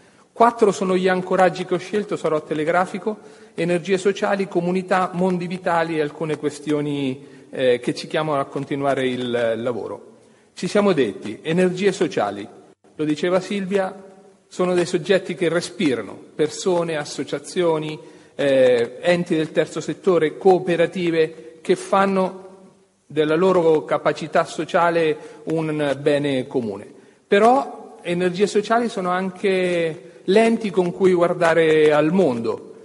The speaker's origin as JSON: {"language": "Italian", "region": "Marche", "country": "Italy", "said": "non riesco a fare l'accento toscano perché sono marchigiano"}